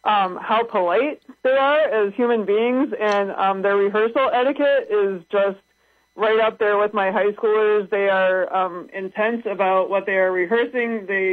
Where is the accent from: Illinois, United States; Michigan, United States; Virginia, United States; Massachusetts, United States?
Michigan, United States; Port Huron; I grew up in Port Huron, Michigan